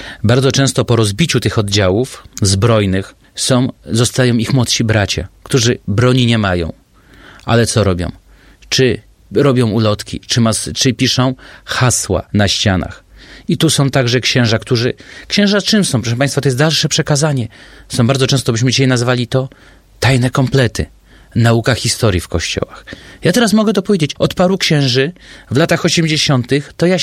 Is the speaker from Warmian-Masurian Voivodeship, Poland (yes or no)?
no; Masovian Voivodeship, Poland; Zwłaszcza u nas na Mazowszu.